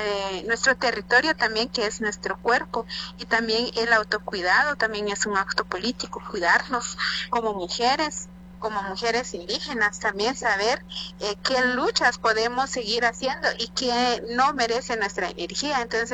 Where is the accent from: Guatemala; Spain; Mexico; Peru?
Guatemala; San Pedro La Laguna, Sololá; yo soy de San Pedro de la Laguna.